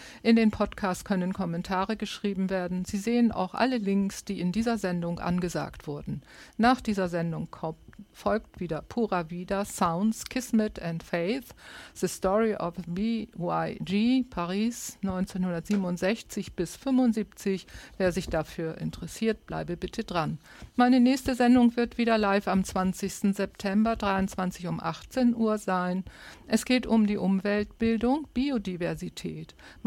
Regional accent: Northern Germany, Germany; accent: Plattdeutsch; first language Low German; German is a second language; Denn Plattdeutsch ist meine Muttersprache

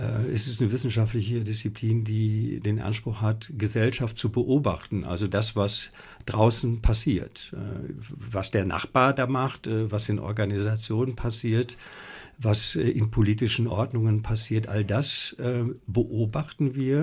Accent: Iserlohn, North Rhine-Westphalia, Germany; born there; Ja, Iserlohn. Mhm. Iserlohn, das ist in Südwestfalen, 100.000 Einwohner.

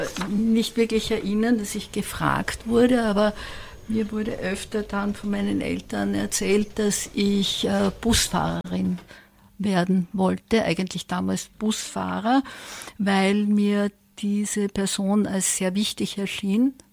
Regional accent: Styria, Austria; ich komme aus der Umgebung von Graz.

